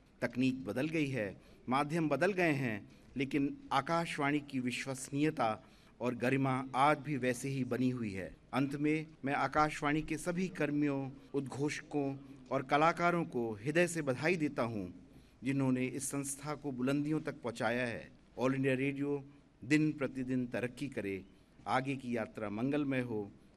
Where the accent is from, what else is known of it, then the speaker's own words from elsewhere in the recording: Allahabad, Uttar Pradesh, India; born there; वास्तव में मैं ऑल इंडिया रेडियो इलाहाबाद के गीतों के साथ पला बड़ा हूँ।